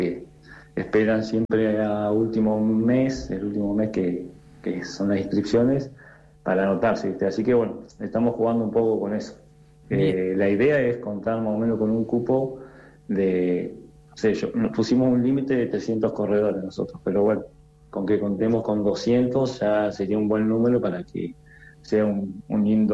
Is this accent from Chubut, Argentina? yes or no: yes; Rawson, Chubut, Argentina; Yo soy de Rawson, toda la vida viví acá en Rawson